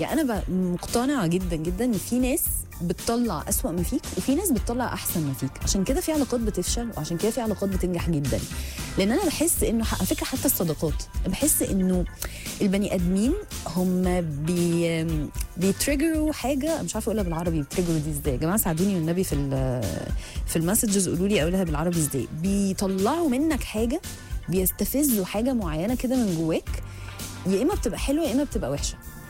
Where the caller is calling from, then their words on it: Luxor, Luxor Governorate, Egypt; من الأقصر